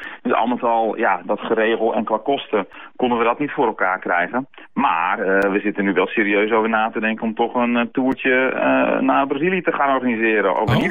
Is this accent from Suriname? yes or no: no; Netherlands; dat wij als Hollanders zeg maar dat bij het Oranje gevoel konden integreren.